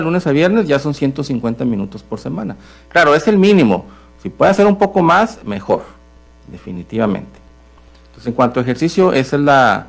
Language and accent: Spanish; Mexico